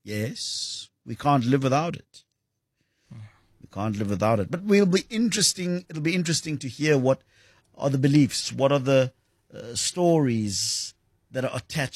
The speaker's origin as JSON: {"language": "English", "country": "South Africa", "said": "And I suppose as a South African, I feel a little bit of embarrassment."}